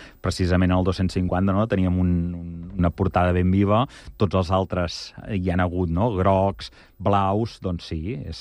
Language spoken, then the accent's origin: Catalan; Igualada, Catalonia, Spain; jo sóc d'Igualada